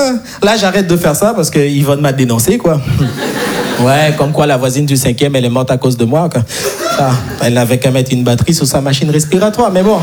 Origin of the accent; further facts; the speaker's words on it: Haiti; parce que je suis né et grandi en Haïti, et en Haïti, on n'a pas les 4 saisons, ok?